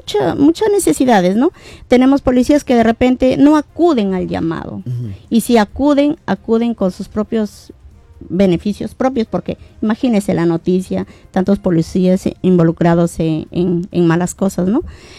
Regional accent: Ayabaca, Piura, Peru; yo soy ayabaquina del Alto Piura

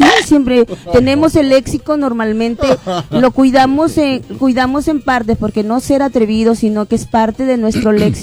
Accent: Piura, Peru; accent: Piura dejo; soy mangache de corazón, piurana, como la caballa, como la algarrobina, soy bien piurana, pero estoy orgullosa de mi Piura

